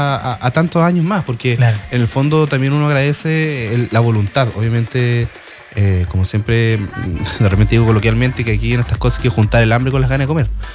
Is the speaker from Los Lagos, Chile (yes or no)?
yes; Castro, Los Lagos, Chile; Porque acá en Chiloé, yo soy de Castro, yo soy nacido y criado acá. Más chilote que las papas.